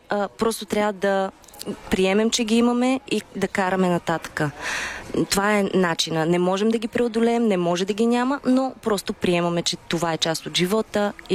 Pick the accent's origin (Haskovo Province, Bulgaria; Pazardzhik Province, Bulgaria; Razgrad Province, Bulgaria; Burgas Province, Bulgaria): Pazardzhik Province, Bulgaria; Pazardzhik; born there; Аз съм родена в Пазарджик.